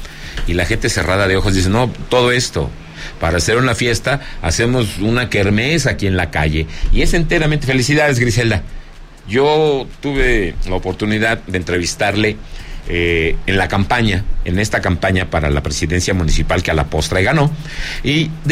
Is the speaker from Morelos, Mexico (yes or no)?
no; Zacatecas, Mexico; Ay, mira que por primera vez en la historia de mi tierra, Zacatecas, me están diciendo que hago la Alta Palmira.